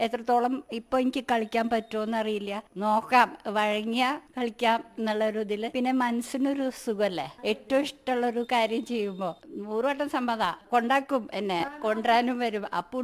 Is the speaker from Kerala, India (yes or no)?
no; Mumbai, Maharashtra, India; born there; also born or lived in Kochi; now in Peruvanam, India; ഞാൻ ജനിച്ച് വളർന്നത് ബോംബെയിലാണ്.